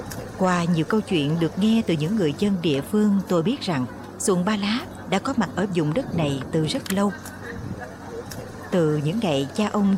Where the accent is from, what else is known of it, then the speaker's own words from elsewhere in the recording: Mekong Delta, Vietnam; Tôi không sinh ra ở Nam Bộ, nhưng tuổi thơ của tôi lại lớn lên ở nơi đây. Và cũng như nhiều đứa trẻ miền Tây ngày ấy, tuổi thơ của tôi gắn với những dòng sông nhiều hơn những con đường.